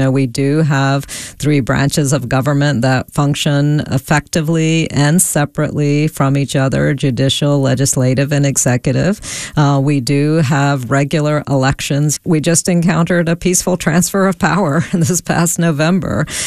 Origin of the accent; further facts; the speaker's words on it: Georgia, United States; also born or lived in Hyderabad, India; So I was born in Hyderabad, and I lived there with my grandparents and my mom until I was 4 and a half, and then moved to Georgia.